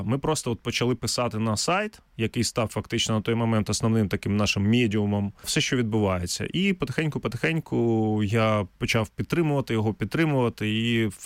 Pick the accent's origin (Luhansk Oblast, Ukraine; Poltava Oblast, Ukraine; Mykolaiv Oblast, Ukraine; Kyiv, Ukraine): Luhansk Oblast, Ukraine; Luhansk; moved away; Ми з Луганська, Я сам з Луганська. Більша частина нашого колектива теж з Луганська.